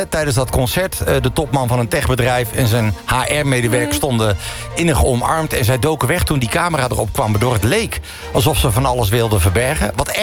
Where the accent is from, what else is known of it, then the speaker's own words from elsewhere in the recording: Veenendaal, Utrecht, Netherlands; Ik kom zelf uit Veenendaal van origine. En dit is echt mijn omgeving.